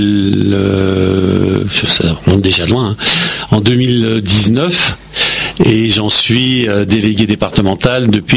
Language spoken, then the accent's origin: French; Paris, Île-de-France, France; born there; now in Pontoise, France